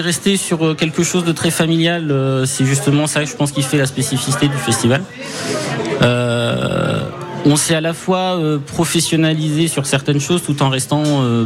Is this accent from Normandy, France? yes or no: yes; Coutances, Normandy, France; je suis coutancé. Je suis né à Coutances